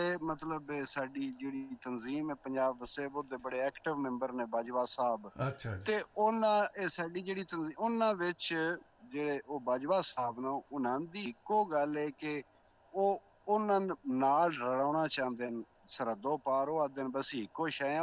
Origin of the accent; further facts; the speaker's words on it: Mandi Bahauddin, Punjab, Pakistan; ਉਹ ਮੇਰੇ ਜ਼ਿਲ੍ਹੇ ਦੀ ਹੈ ਅੰਮ੍ਰਿਤਾ ਪ੍ਰੀਤਮ, ਮੰਡੀ ਬਾਉਦੀਨ ਦੀ।